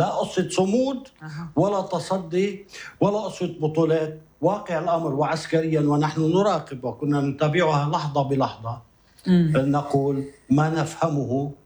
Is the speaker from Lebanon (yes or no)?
yes; Beqaa, Lebanon; أنا من البقاع الغربي